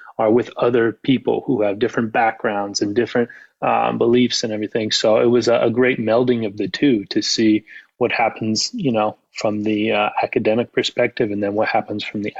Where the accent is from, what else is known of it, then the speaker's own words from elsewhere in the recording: California, United States; So, I'm from Southern California, and so it kind of comes full circle where I started and where I ended my career.